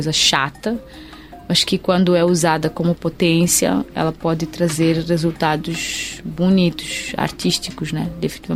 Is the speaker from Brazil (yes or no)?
no; Mozambique; eu sou moçambicana, isso é, eu sou africana, eu sou uma mulher negra